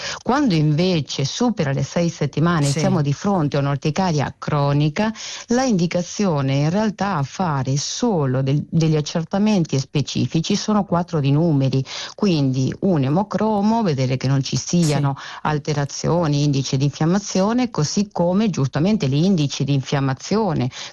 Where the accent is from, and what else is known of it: Argentina; born or raised there; Italian is a second language